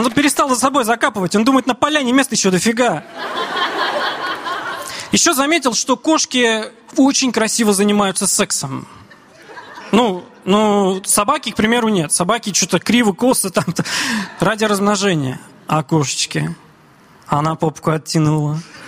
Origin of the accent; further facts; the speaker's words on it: Armenia; Да, я женат, и армяне в браке носят кольца на левой руке, еще мы крестимся слева направо. Мы такие реверсивные православные, знаете.